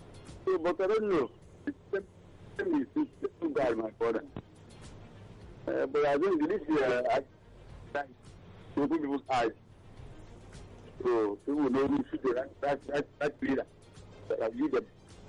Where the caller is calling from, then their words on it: Nigeria; from Olofi, Ikeri